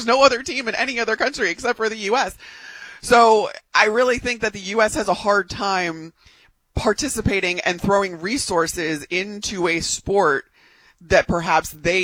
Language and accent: English; Illinois, United States; I grew up in outside Chicago, where hockey was a huge sport that everybody in my neighborhood played.